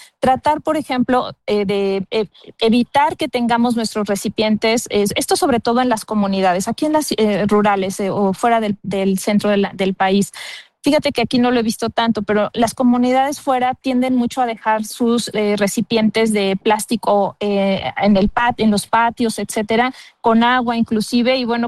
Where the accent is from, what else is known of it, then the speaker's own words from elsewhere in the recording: Mexico; como mexicanos generamos alrededor de 60 kilogramos de plástico por persona al año.